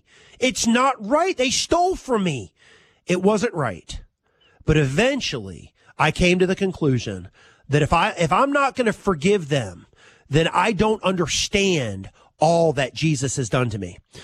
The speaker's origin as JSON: {"language": "English", "town": "Winston-Salem", "region": "North Carolina", "country": "United States", "tie": "born or raised there", "said": "You know, I grew up in Winston-Salem here and all of that, had a good family and this, that, and the other."}